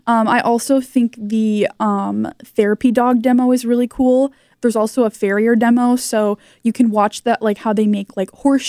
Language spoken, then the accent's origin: English; South Beloit, Illinois, United States; So I'm from Northern Illinois, South Beloit, Illinois, if you know where that is. It's kind of a small town.